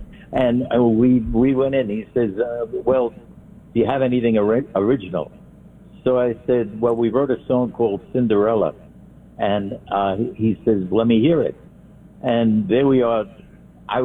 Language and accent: English; New York City, New York, United States; First of all, you know I grew up in Brooklyn.